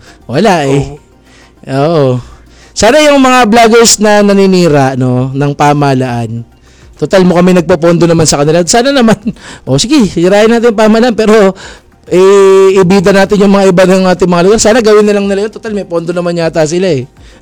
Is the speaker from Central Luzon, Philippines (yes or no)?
yes; Olongapo, Central Luzon, Philippines; Kasi ako taga Olonga po ako eh.